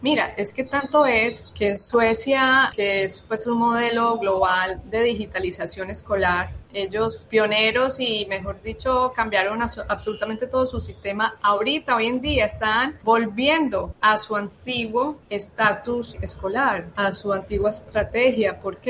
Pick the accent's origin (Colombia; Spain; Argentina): Colombia; La Ceja, Antioquia; moved away; la ceja no podía faltar en esta obra. Yo tenía que incluirla porque es mi tierra, porque es mi espacio, porque es hermosa, porque es un valle divino, porque la temperatura es excelente, porque la gente es supremamente educado, es un lugar limpio